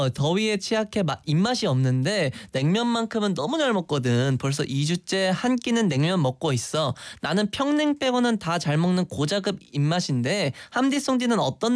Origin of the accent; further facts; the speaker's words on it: South Korea; 오케이 저는 대한민국 사람이니까 좋습니다.